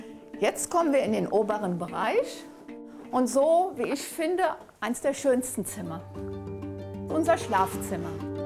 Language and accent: German; Gelbachtal, Rhineland-Palatinate, Germany; Ich glaube, das liegt an meiner Kindheit. Ich bin praktisch im Wald aufgewachsen. Und zwar im Gelbachtal.